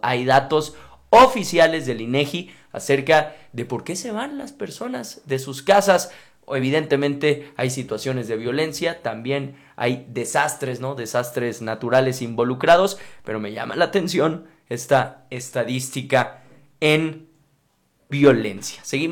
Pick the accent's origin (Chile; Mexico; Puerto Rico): Mexico; San Luis Potosí; now in Jalisco, Mexico; yo soy de San Luis, pero vivo aquí